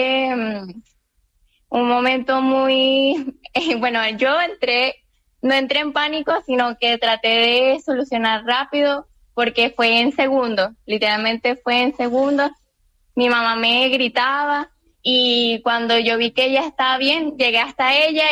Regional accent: Venezuela; born there; Nací en Venezuela, pero mis abuelos nacieron en el Hierro.

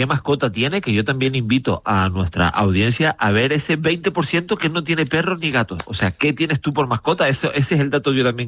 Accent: La Orotava, Canary Islands, Spain; Mi infancia en Orotava teníamos un pato de mascota

